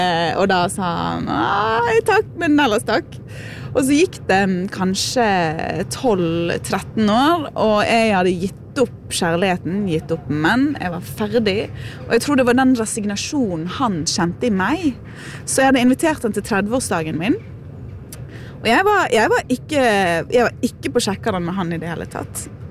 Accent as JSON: {"language": "Norwegian", "town": "Bergen", "region": "Vestland", "country": "Norway", "said": "dialekter, og så har jeg sosiolekt, så sier jeg ei, og ja, så mange som tror at det er fra Sunnmøre, men jeg er en bergenser."}